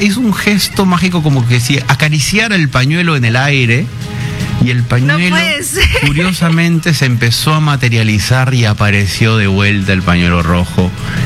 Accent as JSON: {"language": "Spanish", "country": "Peru", "moved": "as an adult", "said": "Ya estoy radicando en Lima después de 8 años. Siento la necesidad como artista peruano"}